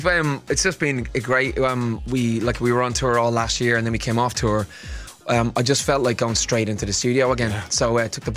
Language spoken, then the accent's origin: English; Ireland; now in United Kingdom; obviously we're Irish, so but we're not in the World Cup. I live in the UK